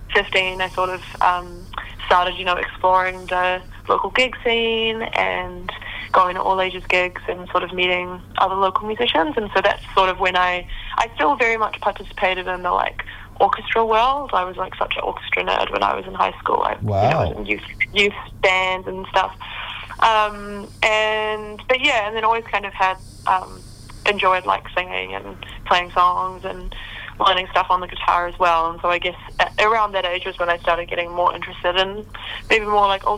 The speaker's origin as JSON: {"language": "English", "region": "Auckland", "country": "New Zealand", "also_born_or_lived": "Wellington", "said": "I'm from Auckland and based in Auckland."}